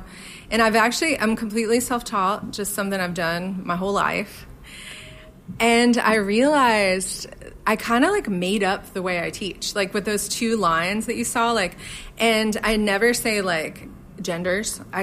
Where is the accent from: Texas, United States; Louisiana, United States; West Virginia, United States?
Louisiana, United States; now in Nashville, United States; I moved here from Southwest Louisiana 11 years ago, and I realized that I was already a musician.